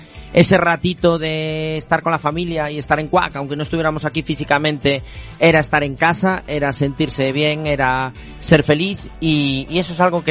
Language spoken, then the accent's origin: Spanish; Galicia, Spain; Somos gallegos.